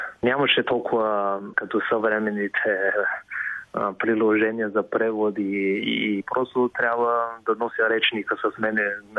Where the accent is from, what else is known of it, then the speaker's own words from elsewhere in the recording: Beijing, China; Bulgarian is a second language; now in Bulgaria; Аз лично съм роден в Пекин и съм израснал в Пекин, който е един космополитен град.